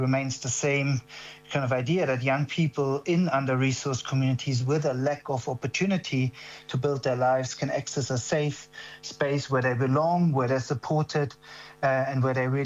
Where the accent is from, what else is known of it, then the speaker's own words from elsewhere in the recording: Germany; moved away as an adult; now in South Africa; I grew up in Germany and came to South Africa as a 19-year-old and lived for my very first year in South Africa in the township of Khayelitsha, just outside of Cape Town.